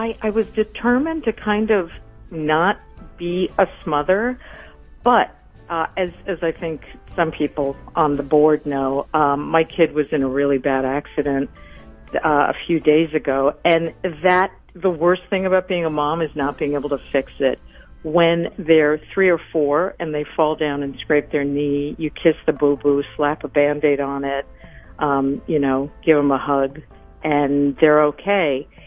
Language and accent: English; New York City, New York, United States; she wanted me to be the dutiful Polish child. And I grew up in New York City in the 1970s